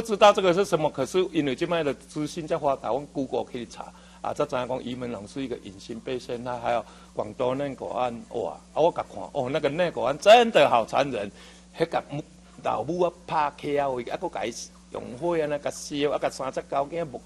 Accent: Taiwan

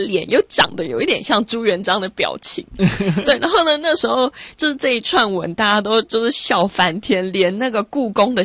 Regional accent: Taiwan; 可是我身为一个台湾人竟然现在才认识它。

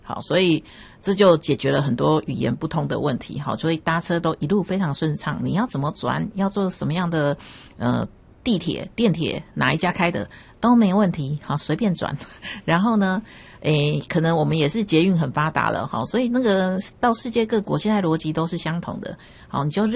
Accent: Taiwan; 那像我们台湾这边有全支付，

